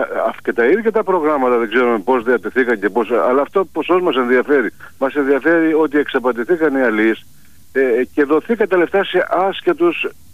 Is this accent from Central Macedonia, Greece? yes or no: no; Ikaria, North Aegean, Greece; Φανταστείτε, εγώ τώρα είμαι από την Ικαρία, ταξιδεύω σε όλο το Αιγαίο πόσα χρόνια εδώ πέρα.